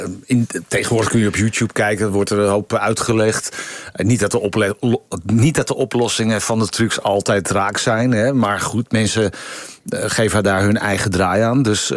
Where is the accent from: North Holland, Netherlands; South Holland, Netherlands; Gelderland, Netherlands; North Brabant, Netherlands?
North Holland, Netherlands; Purmerend; born there; Ik ben geboren in Purmerend.